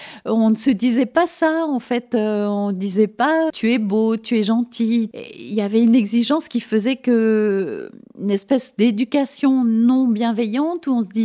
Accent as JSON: {"language": "French", "town": "Nancy", "region": "Grand Est", "country": "France", "tie": "born there", "said": "chez moi à Nancy"}